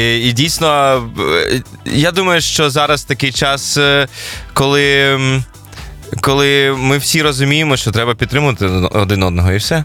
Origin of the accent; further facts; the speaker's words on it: Kyiv, Ukraine; я такий виріс в спальних районах, я народився і виріс на Троєщині, а потім уже переїхав на Оболонь